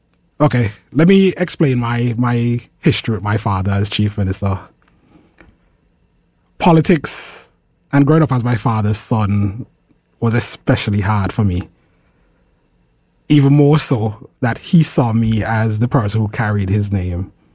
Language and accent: English; Montserrat; Growing up in Montserrat